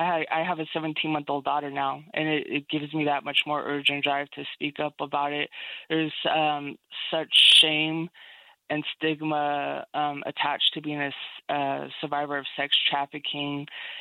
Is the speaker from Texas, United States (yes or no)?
no; Seattle, Washington, United States; I was born and raised in Seattle